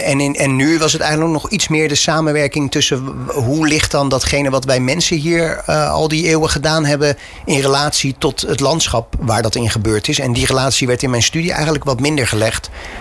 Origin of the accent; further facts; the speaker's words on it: Rhoon, South Holland, Netherlands; Ik ben in Roon geboren, vlak onder Rotterdam.